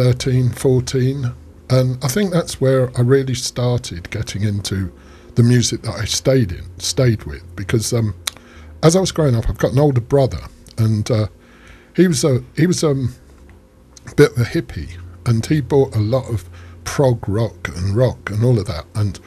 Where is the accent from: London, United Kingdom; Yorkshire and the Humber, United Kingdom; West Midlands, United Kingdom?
London, United Kingdom; I grew up in North London, in Hornsey. Went to school in Hornsey, in Crouch End, when before it was gentrified, really.